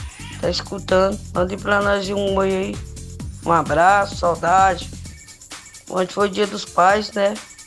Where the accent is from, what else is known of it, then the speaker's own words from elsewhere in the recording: Julião, Brazil; born there; now in Brasília, Brazil; Eu nasci no Julião